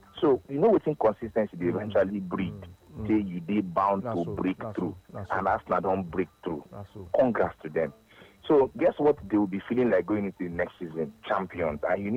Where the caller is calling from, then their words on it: Accra, Greater Accra, Ghana; Man, I'm calling from Accra.